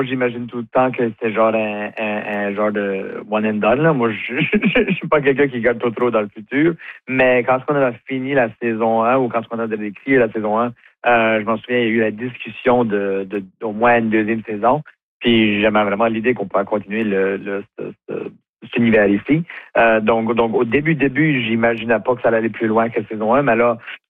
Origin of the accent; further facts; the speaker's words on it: the Maritimes, Canada; on est capable à pousser l'enveloppe ici chez nous au Maritime, en Acadie.